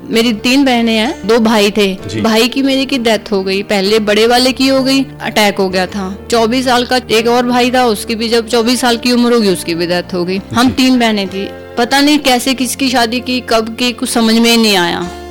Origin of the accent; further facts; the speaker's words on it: Amritsar, Punjab, India; born there; जी मेरा जन्म अमृतसर में हुआ है, और हालात ऐसे हो गए थे कि बचपन का तो पता ही नहीं चला